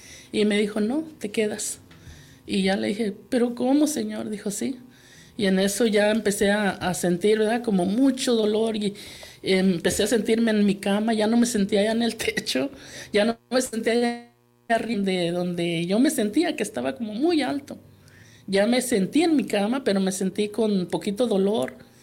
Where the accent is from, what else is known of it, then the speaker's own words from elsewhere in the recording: Jalpa, Zacatecas, Mexico; que yo soy de Jalpa, Zacatecas, y mi rancho es Corral de Piedra